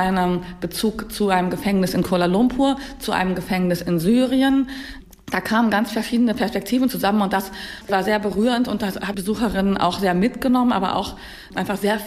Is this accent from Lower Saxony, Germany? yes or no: yes; Hanover, Lower Saxony, Germany; Bin gebürtig aus Hannover, komme immer noch gerne zu Besuch nach Hannover und vor allem auch nach Braunschweig.